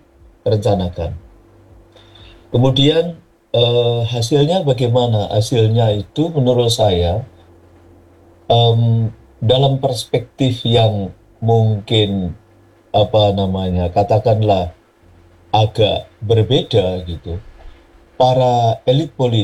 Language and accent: Indonesian; Blora, Central Java, Indonesia; saya ini lahir di Desa Ledok, Kecamatan Sambong, Kabupaten Blora. Yang dulu ketika usia saya sekarang 62, ketika SD